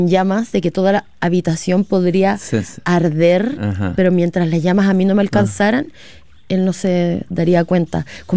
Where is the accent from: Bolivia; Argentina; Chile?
Chile; Calbuco, Los Lagos; moved away; vengo llegando de Calbuco, estamos preparando una película de del primer libro, y para eso hay que volver atrás. y era necesario que en este caso la directora y el guionista conocieran a mi familia y mi contexto de chica